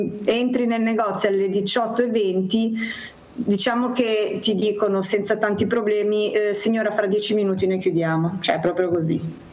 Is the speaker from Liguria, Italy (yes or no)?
yes; Genoa, Liguria, Italy; E poi anche girare per i vicoli è una cosa che faccio quando torno a casa, è sempre bello, ti senti a casa quando sei a Genova, questo sì.